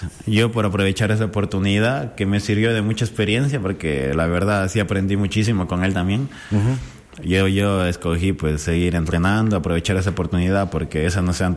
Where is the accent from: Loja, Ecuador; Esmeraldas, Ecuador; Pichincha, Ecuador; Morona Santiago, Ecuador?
Loja, Ecuador; No, yo soy de aquí de Loja.